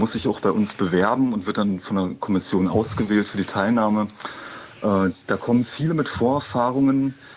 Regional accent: Potsdam, Brandenburg, Germany; Ja, ich bin 1983 in Potsdam geboren und lebte also auch lange Zeit ganz nah entlang des der Mauer zu Berlin

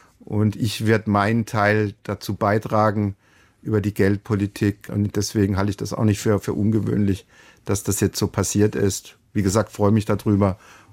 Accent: Karlsruhe, Baden-Württemberg, Germany; man hört es mir auch an, als Karlsruher nahe der französischen Grenze groß geworden

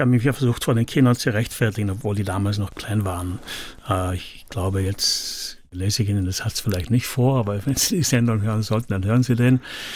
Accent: Merano, Trentino-Alto Adige, Italy; Aber sicher, wir sind auch geprägt durch den starken, gerade im Meran, wo ich aufgewachsen bin, damals bundesdeutschen Tourismus, der war sehr stark.

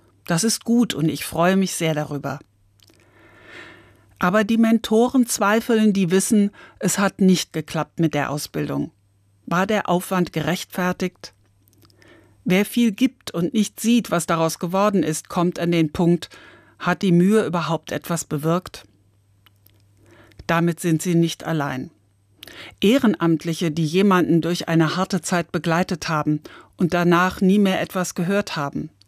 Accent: Frankfurt am Main, Hesse, Germany; 10 Menschen aus meiner Heimatstadt Frankfurt am Main haben ein Jahr lang jeweils einen jungen geflüchteten Mann begleitet.

